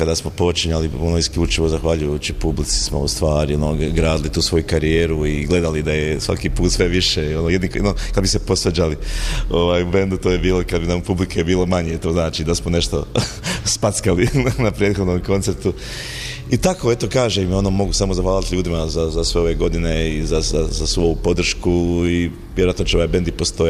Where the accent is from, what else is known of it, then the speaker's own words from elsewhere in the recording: Bosnia & Herzegovina; to je kod nas u Bosni česta ta sintagma.